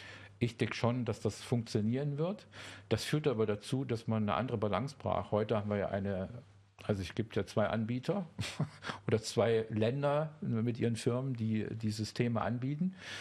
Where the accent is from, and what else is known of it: Saxony, Germany; now in Berlin, Germany